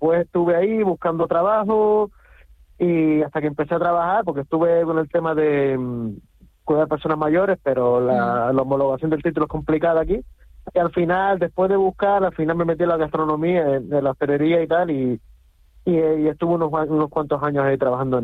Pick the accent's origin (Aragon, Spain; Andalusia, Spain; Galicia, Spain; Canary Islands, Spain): Canary Islands, Spain; moved away as an adult; now in Berlin, Germany; soy de Gran Canaria.